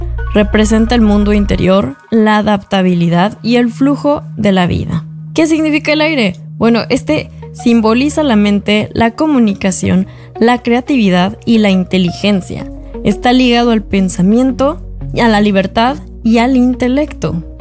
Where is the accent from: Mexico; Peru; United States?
Mexico; yo soy periodista de México